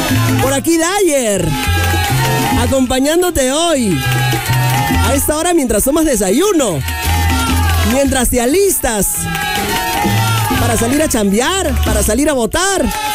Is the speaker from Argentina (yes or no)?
no; Peru; Como peruanos, unidos, hoy votamos por el Perú.